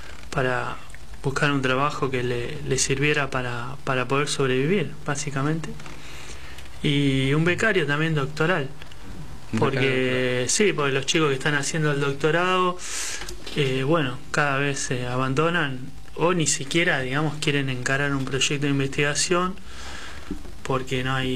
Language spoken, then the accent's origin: Spanish; Almirante Brown, Buenos Aires Province, Argentina; soy de Almirante Brown.